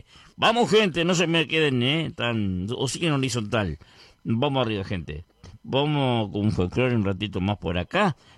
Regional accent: Vergara, Treinta y Tres, Uruguay

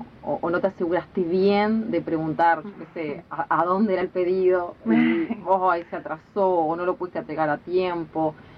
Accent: Vergara, Treinta y Tres, Uruguay; yo crecí en Vergara, ¿no? Pero a veces parece que una es de afuera. Yo digo, vos parecés el del pueblo, le digo a mi esposo, y yo la de afuera, porque yo crecí acá y parece que no conozco a nadie.

